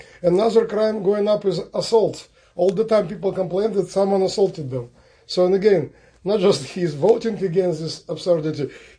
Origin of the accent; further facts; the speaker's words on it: Minsk, Belarus; now in United States; I came from Minsk, Belarus in 1993.